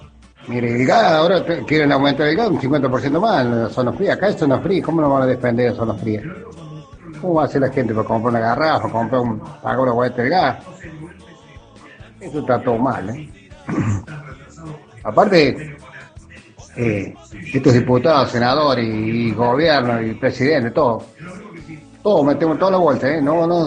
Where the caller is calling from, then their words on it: Villa Mercedes, San Luis, Argentina; de Villa Mercedes.